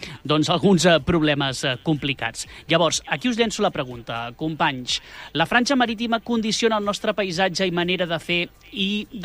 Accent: Palafolls, Catalonia, Spain; Jo sí que és veritat que som de Palafolls

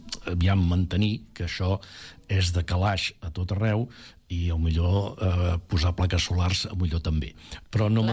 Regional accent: Catalonia, Spain; No em conec bé l'àrea metropolitana de Barcelona, jo sóc del Vallès, i em sap greu.

